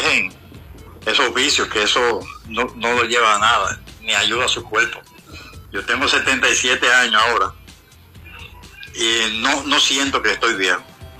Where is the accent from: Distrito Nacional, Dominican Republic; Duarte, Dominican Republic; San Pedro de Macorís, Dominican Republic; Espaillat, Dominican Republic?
San Pedro de Macorís, Dominican Republic